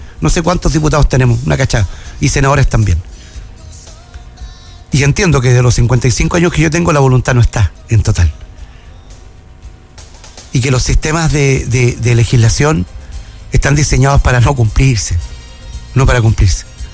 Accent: Chile; Hay muchos oficiales y hay muchos carabineros en mi país

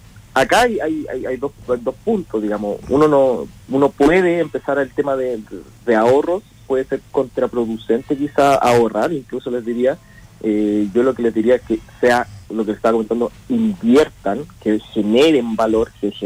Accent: Chile; seguir como chileno

